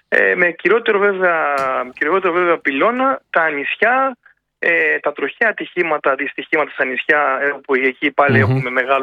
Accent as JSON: {"language": "Greek", "area": "Samos", "region": "North Aegean", "country": "Greece", "tie": "born or raised there", "moved": "yes", "lives_now": "Attica, Greece", "said": "στην πατρίδα, πατρίδα μου, τη Σάμου, το νησί μου, το οποίο περαγαπώ και πάρα πολύ ωραίο νησί."}